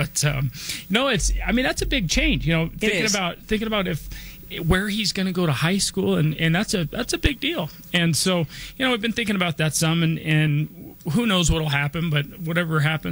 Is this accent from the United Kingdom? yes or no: no; Denver, Colorado, United States; I was born and raised here in Denver. And I went to Cherry Creek High School. I grew up, I went to Holly Hills Elementary School, grew up close to, you know, Hamden and I-25.